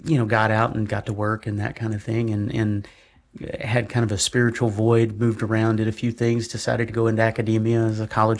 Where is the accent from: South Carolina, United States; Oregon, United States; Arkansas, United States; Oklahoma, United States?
Arkansas, United States; accent: Southern; moved away as an adult; also born or lived in Kansas; I'm originally from Arkansas, so if you hear a hint of an accent, I can get one in that Moonlight Magnolia Draw going on. So, I was born and raised in the South. I was not a cradle Catholic. I'm a bassinet Baptist, and grew up in the faith as a Southern Baptist.